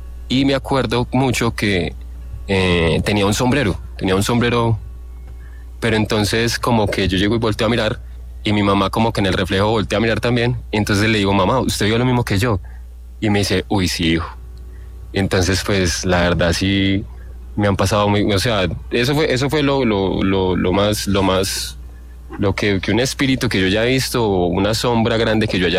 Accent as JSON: {"language": "Spanish", "town": "Calarcá", "region": "Quindío", "country": "Colombia", "lives_now": "Paipa, Colombia", "said": "Estoy desde Paipa, hermano. Pero entonces yo soy de Calarcá, Quindío, yo soy quindiano."}